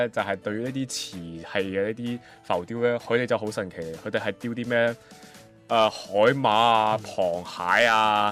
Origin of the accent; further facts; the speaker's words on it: Macau; 就係我身為一個澳門人，我喺澳門生活咗十八年，我都係親眼所見嘅